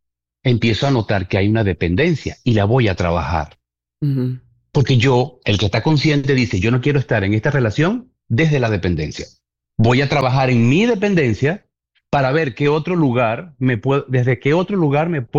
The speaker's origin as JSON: {"language": "Spanish", "country": "Venezuela", "said": "empiezas a burlarte de mí, de mi acento, que si soy venezolano"}